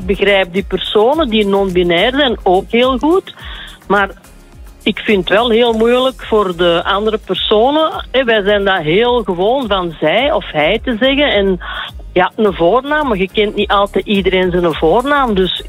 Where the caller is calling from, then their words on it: Turnhout, Flanders, Belgium; Van Turnhout